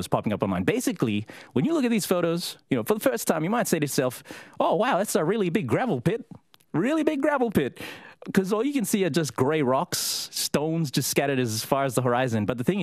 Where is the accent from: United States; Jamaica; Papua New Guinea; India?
Papua New Guinea; Rabaul, East New Britain; I used to play with it as a child and, like, when, you know, growing up in Rabaul.